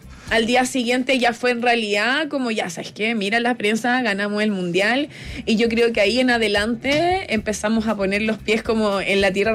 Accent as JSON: {"language": "Spanish", "town": "Talcahuano", "region": "Biobío", "country": "Chile", "moved": "yes", "said": "yo me vine de Talcahuano, yo soy de Talcahuano"}